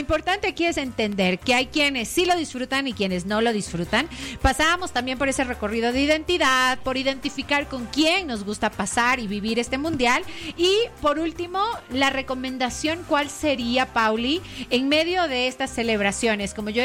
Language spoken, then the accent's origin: Spanish; Ecuador